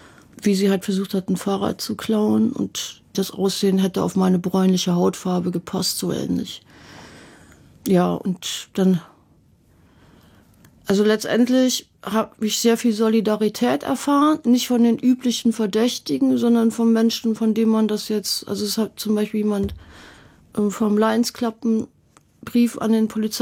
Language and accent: German; Cologne, North Rhine-Westphalia, Germany; das war auf jeden Fall der Moment, wo ich meine Heimat verloren habe. Also endgültig, das war schon davor nicht mehr so cool in Köln, aber da war mir klar, ich bin hier einfach nicht mehr heimisch.